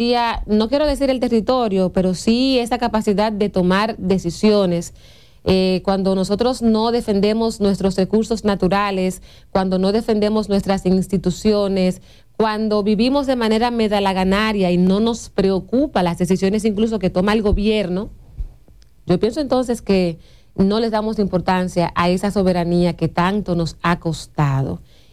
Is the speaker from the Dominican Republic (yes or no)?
yes; Dominican Republic; qué estamos haciendo nosotros como dominicanos, como ciudadanos